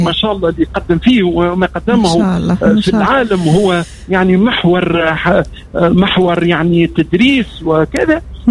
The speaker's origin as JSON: {"language": "Arabic", "town": "Kairouan", "region": "Kairouan Governorate", "country": "Tunisia", "said": "ترويج لمدينتي مدينة القيروان، مدينة الجنوب."}